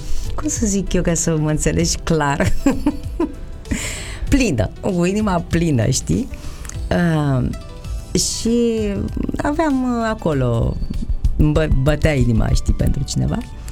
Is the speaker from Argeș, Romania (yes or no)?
yes; Rucăr, Argeș, Romania; now in Constanța, Romania; Dar eu sunt de acolo, din Rucăr, sunt munteancă și dobrogeancă, așa, un mix interesant, zic eu.